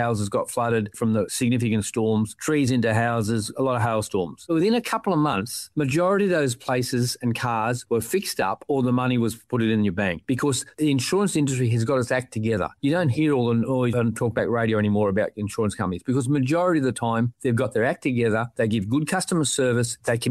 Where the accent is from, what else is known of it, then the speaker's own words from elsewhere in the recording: Australia; I'm Australian as they come